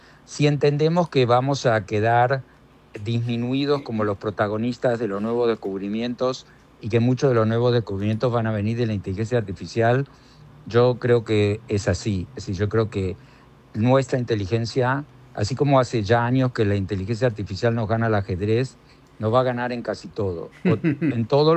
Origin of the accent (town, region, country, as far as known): Buenos Aires, Argentina; born there